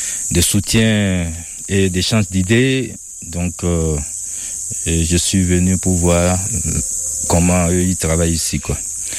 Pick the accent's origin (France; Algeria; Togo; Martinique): Togo; now in Switzerland